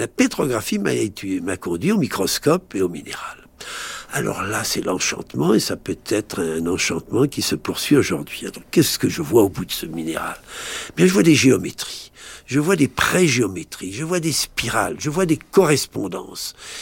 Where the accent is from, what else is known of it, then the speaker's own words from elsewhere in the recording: Mainz, Rhineland-Palatinate, Germany; vous savez que je suis né à Mayence, en Rhénanie, et ces 8 années que j'ai passées sur les bords du Rhin m'ont beaucoup marqué.